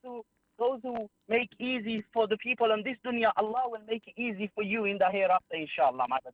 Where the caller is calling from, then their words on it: Peterborough, East of England, United Kingdom; I'm from Peterborough.